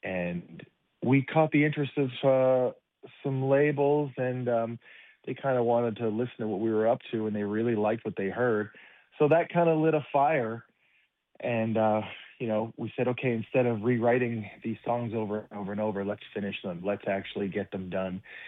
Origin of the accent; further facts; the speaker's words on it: Burlington, Ontario, Canada; Well, I am in my hometown of Burlington, Ontario, getting ready to go on the road across Canada.